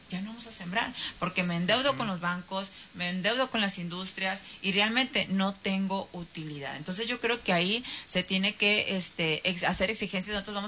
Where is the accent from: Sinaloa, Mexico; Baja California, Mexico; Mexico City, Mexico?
Baja California, Mexico; venimos del Valle de Mexicali